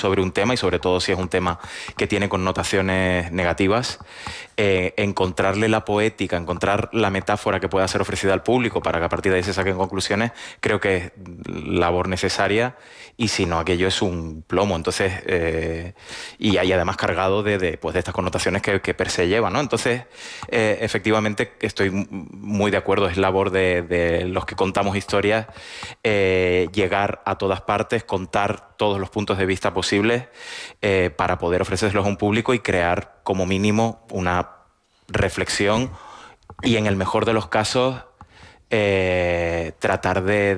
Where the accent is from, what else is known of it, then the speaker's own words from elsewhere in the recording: Canary Islands, Spain; yo, en mi caso, siendo tinerfeño, defiendo mi tinerfeñismo